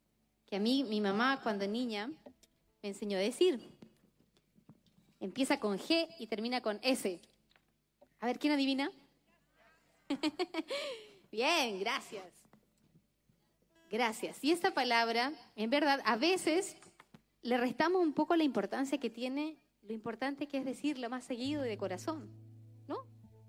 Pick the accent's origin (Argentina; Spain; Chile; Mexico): Chile; Santiago, Santiago Metropolitan; yo soy chilena, nací en Santiago, es primera vez que visito Arica.